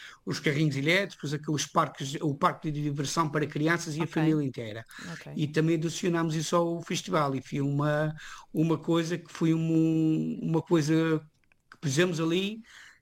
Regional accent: Santana, Madeira, Portugal; now in London, United Kingdom; a gente vivíamos na mesma freguesia do Conselho de Santana.

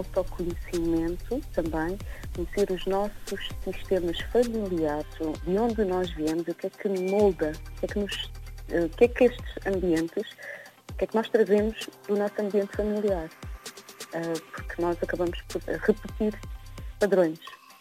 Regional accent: Cape Verde; sou de Cabo Verde

